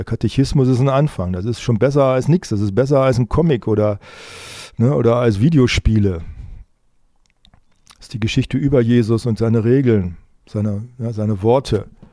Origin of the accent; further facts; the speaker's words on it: Saxony, Germany; Ich bin Sachse. Na und? Ja, leider.